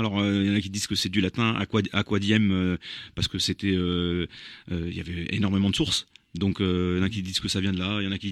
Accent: Southern Italy, Italy; Ah ben moi, mes parents, et puis moi aussi, hein, mes parents, ils viennent d'un petit village du sud de l'Italie, entre les Pouilles et la Campanie, hein, entre Foggia et Avellino.

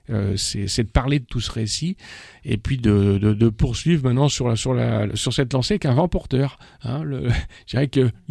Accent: Saint-Nazaire, Pays de la Loire, France; born there; Et donc, je suis né en 1960 à Saint-Nazaire, donc je connais très très bien ce terroir-là, toute cette communauté-là.

